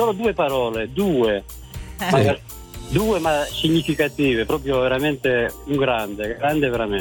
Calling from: Turin, Piedmont, Italy; Ti chiamo da Torino e sono un panettiere.

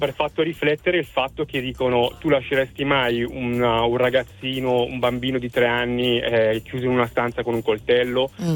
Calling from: Bergamo, Lombardy, Italy; direzione Bergamo.

